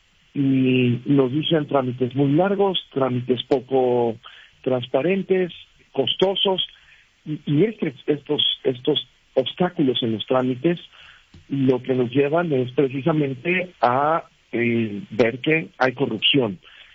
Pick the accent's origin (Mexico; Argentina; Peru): Mexico